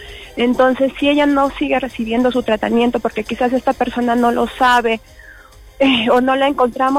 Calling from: Arequipa, Peru; Yo soy de José Luis Bustamante

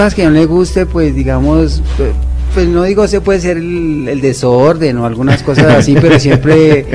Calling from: Bogotá, Colombia; Ella es santandereana, soy acá de Bogotá.

